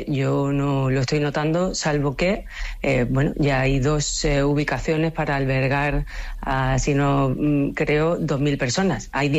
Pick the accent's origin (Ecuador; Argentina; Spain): Spain; Ceuta